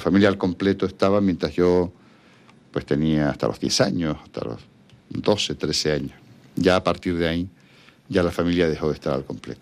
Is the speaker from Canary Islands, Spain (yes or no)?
yes; San Cristóbal de La Laguna, Canary Islands, Spain; also born or lived in Santa Cruz de Tenerife; Nací en La Laguna. Nací en La Laguna. Aquí pasé hasta los 15 años. Que mi familia fue a vivir a Santa Cruz por un problema de salud de mi padre. Pero siempre he estado muy vinculado a La Laguna, incluso cuando vivía en Santa Cruz.